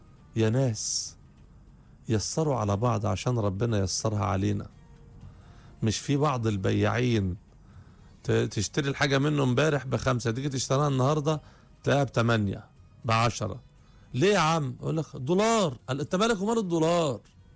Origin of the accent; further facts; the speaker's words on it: Egypt; أنت مصري وأنا مصري.